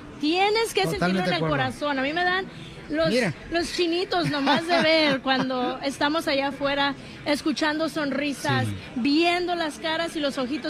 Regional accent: Guadalajara, Jalisco, Mexico

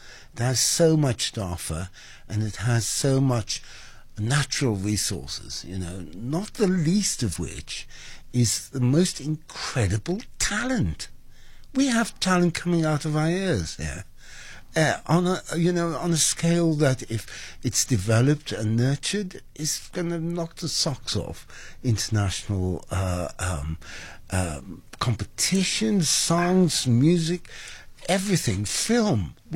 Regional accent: Cape Town, Western Cape, South Africa; moved away as an adult; also born or lived in England; I grew up in St. Phillips in Cape Town, here in Chapel Street, District 6

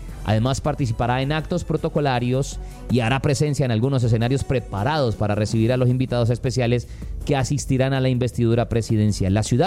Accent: Cali, Valle del Cauca, Colombia; Y como caleños, lejos de todo lo que tenga que ver con el tema pues político, lo único que podemos hacer es decirles desde aquí, desde la ciudad de Santiago de Cali

